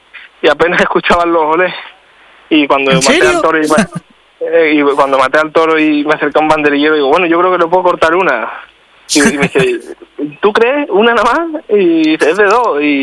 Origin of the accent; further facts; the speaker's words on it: Cáceres, Extremadura, Spain; also born or lived in Arenas de San Pedro; Bueno, sí, yo soy nacido en Arenas, aunque con un año me vine a vivir a Cáceres, pero mantengo raíces en los dos lados y me siento muy querido en los dos lados.